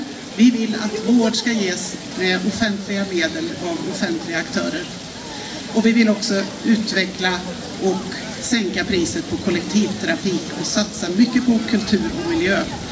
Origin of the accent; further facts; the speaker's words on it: Hällekis, Västra Götaland County, Sweden; Jag kommer från Hällekis, Götene.